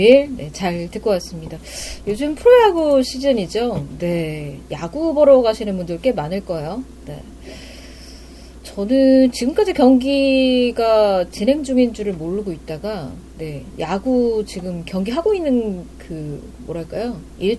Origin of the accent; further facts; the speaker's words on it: Seoul, South Korea; 저는 그냥 서울이라서